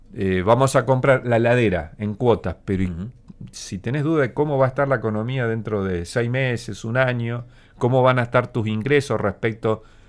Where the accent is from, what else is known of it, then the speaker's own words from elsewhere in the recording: Argentina; para nosotros acá en Argentina